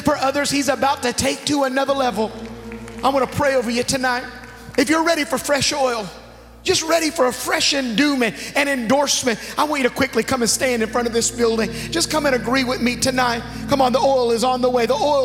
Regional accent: Dallas, Texas, United States; moved away; I'm from Dallas

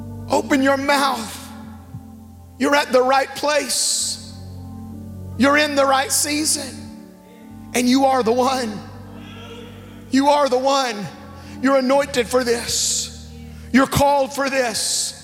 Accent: Dallas, Texas, United States; moved away; I'm from Dallas

